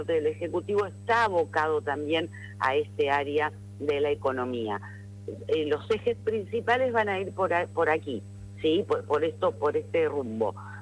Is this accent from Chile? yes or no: no; Argentina